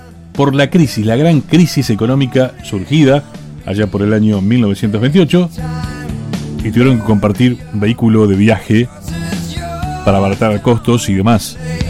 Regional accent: Argentina

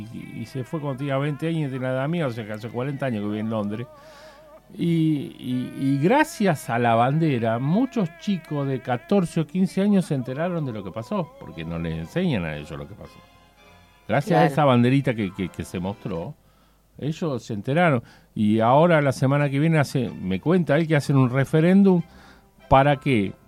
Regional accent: Argentina; Esa canción que nos identifica para todos los argentinos

